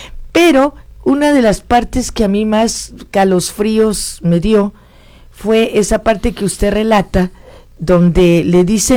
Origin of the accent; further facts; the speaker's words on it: Guanajuato, Mexico; yo soy de Guanajuato